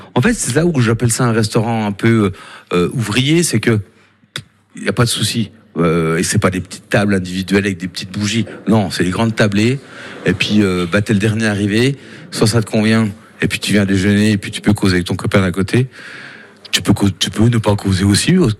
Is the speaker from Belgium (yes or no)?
no; Bourgogne-Franche-Comté, France; parce que je suis jurassien